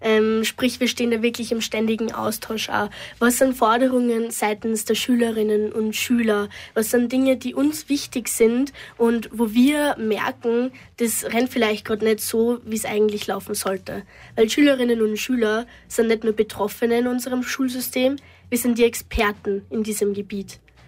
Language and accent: German; Jagenbach, Lower Austria, Austria; ich komme aus Jagenbach. Das ist eine kleine Ortschaft im Waldviertel in Niederösterreich.